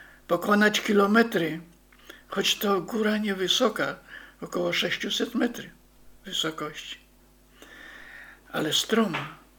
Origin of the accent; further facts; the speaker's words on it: Hajnówka, Podlaskie Voivodeship, Poland; born there; kiedy już byłem w liceum w Hajnówce